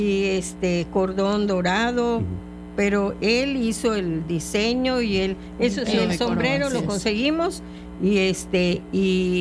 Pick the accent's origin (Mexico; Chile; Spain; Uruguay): Mexico; Cozumel, Quintana Roo; Ah, mira, yo soy de Cozumel y vengo a representarla.